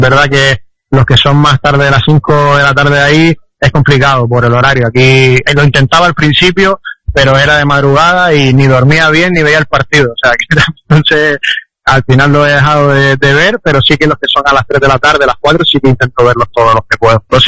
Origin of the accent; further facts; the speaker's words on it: Spain; moved away as an adult; now in Asia; somos mucha gente de España